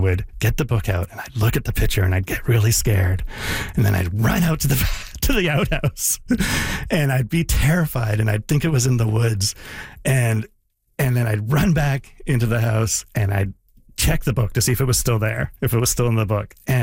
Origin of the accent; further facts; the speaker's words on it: Canada; also born or lived in San Francisco, United States; Like, I was born in San Francisco. My parents moved to Canada when I was a baby.